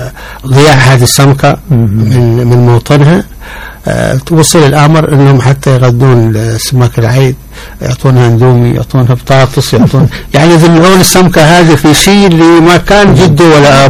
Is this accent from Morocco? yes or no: no; Hadramaut, Yemen; عندنا هاني في حضرموت